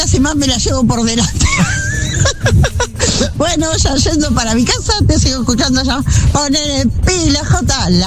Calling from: Urdampilleta, Buenos Aires Province, Argentina; de Urdampilleta.

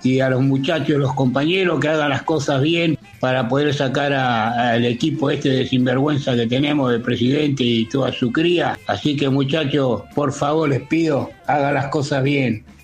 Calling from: Ranelagh, Buenos Aires Province, Argentina; de Ránela

